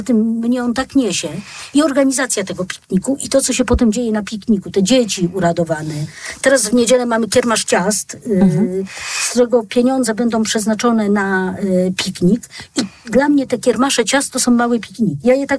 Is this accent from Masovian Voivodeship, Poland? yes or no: yes; Jelonki, Masovian Voivodeship, Poland; Ja jestem z Jelonek, więc mam kawałek drogi do Szczepana.